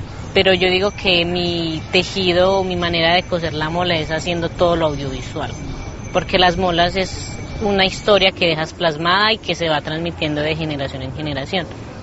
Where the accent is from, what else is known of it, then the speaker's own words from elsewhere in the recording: Caimán Nuevo, Antioquia, Colombia; born there; Yo nací allá en Urabá, en Ibigundiwala, Caimán Nuevo, crecí en ciudad, pero yo iba todas las vacaciones a la comunidad.